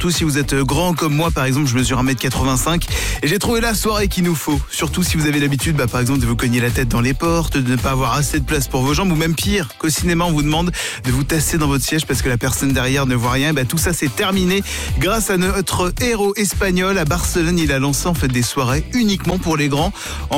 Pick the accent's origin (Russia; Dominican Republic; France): France